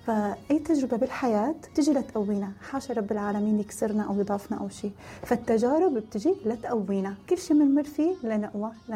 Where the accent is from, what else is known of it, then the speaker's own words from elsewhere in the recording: Syria; now in United Arab Emirates; ونحن كسوريين محبوبين بالإمارات. يعني أنا عن تجربتي، أنا صار لي تجربتي شي 7 سنين تاكل، بس نحن كسوريين شعب محبب بالإمارات.